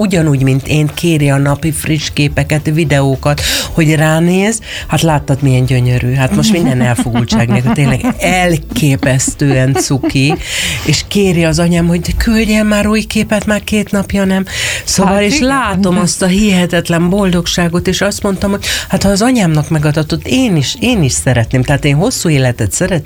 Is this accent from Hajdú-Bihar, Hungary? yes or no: yes; Hajdúnánás, Hajdú-Bihar, Hungary; moved away as an adult; abban a hajdúbihari városban, a Hajdúnánáson, ahol éltem